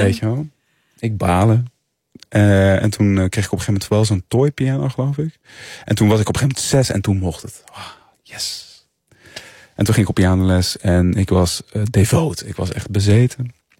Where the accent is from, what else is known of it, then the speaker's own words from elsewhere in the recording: Culemborg, Gelderland, Netherlands; Culemborg, ja, kom ik uit. Ja. En ben ik opgegroeid.